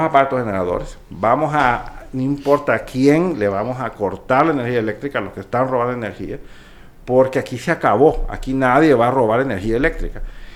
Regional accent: Honduras

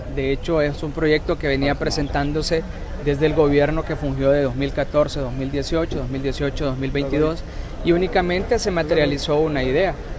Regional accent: Honduras

